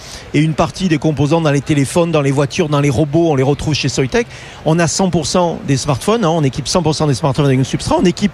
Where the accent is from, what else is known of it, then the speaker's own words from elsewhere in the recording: France; c'est pas parce que je suis français que je le dis